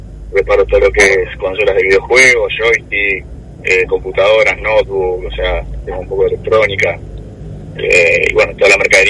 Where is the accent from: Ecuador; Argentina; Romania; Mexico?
Argentina; Santo Tomé; yo soy de Santo Tomé, me llama un vecino, me dice, te entraron a robar.